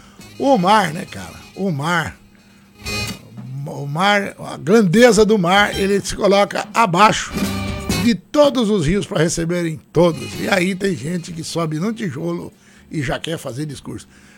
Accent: Rondon, Paraná, Brazil; born there; moved away; eu nasci no Rondon ali, ó. Nasci no Rondon, entre Paraíso do Norte e Cidade Gaúcha. Não é Marechal Cândido de Rondon, não. É Rondon.

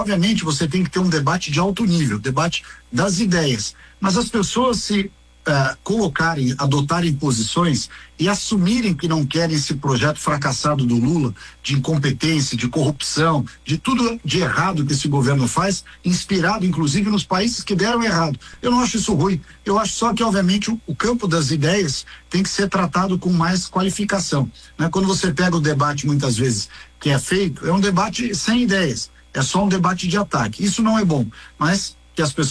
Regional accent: São Paulo, Brazil; E posso dizer, como paulista de verdade

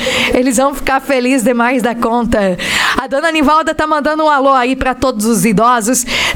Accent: Pinheiro Preto, Santa Catarina, Brazil; E é lá na minha cidade, dona Nivalda.

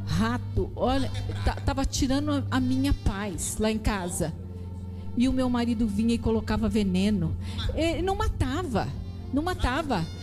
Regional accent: Guaraci, Paraná, Brazil; Eu sou de Guaraçu.

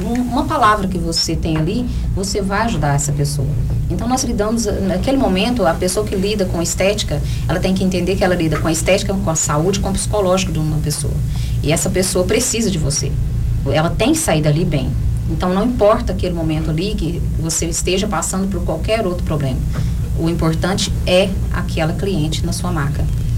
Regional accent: Minas Gerais, Brazil; accent: mineirês; porque eu sou mineira, sou humilde. Como você diz, o mineirês aí, né?

